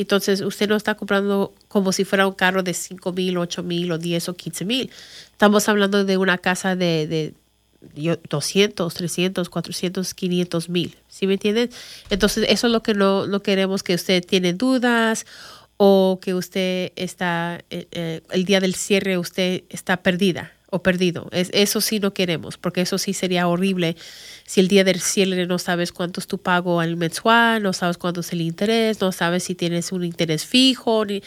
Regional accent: Chicago, Illinois, United States; first language English; Spanish is a second language; mi inglés es mi primer idioma, español es la segunda. Entonces, obviamente yo hablo mucho mejor inglés, entiendo en inglés porque yo nací en Chicago y crecí allí.

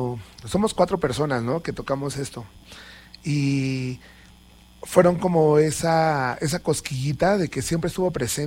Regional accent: Mexico City, Mexico; Venimos de Iztapalapa

